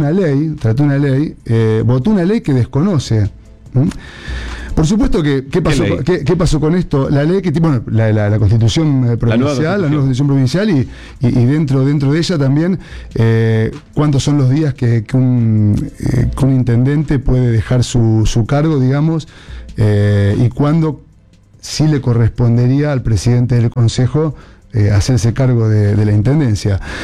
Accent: Santa Fe, Argentina

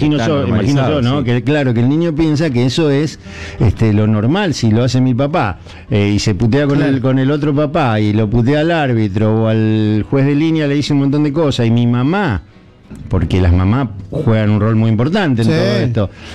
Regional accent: Santa Rosa, La Pampa, Argentina; Santa Rosa, La Pampa.

